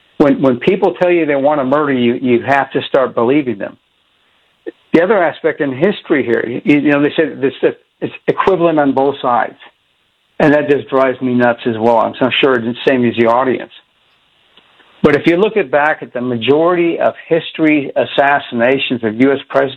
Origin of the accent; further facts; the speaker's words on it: Virginia, United States; here in my home state of Virginia.